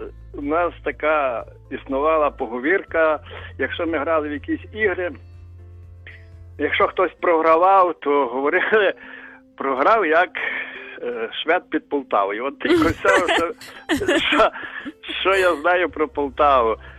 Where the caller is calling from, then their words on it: Lviv Oblast, Ukraine; з Львівщини.